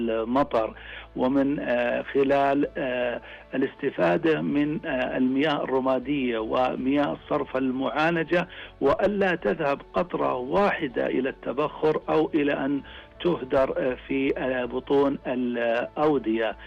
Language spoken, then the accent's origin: Arabic; Saudi Arabia; عندنا في المملكة العربية السعودية